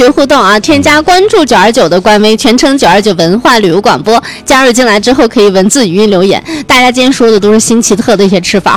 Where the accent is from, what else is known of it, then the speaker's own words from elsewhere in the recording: Northeast China, China; now in Xinjiang, China; 东北我们老家这边